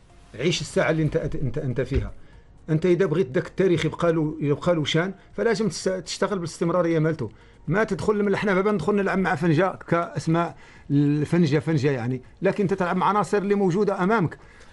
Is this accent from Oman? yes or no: yes; Oman; احنا عندنا في عمان